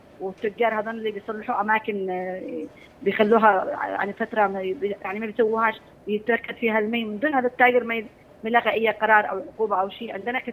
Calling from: Aden, Yemen; علينا وسقية خير لنا جميعا في عدن

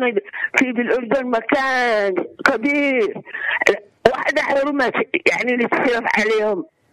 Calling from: Aden, Yemen; عندنا بالمنصوره

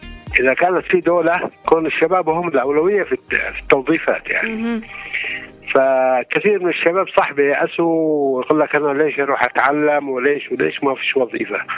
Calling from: Lahij, Yemen

